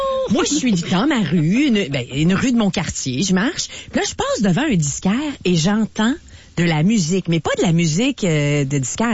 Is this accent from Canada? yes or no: yes; Quebec, Canada; j'ai du respect pour ma ville natale.